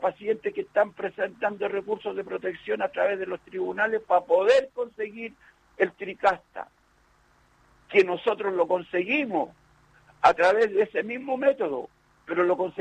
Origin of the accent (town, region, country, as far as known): Chile